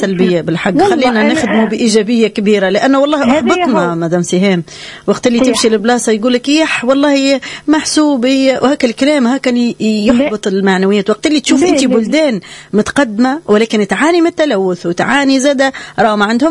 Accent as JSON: {"language": "Arabic", "country": "Tunisia"}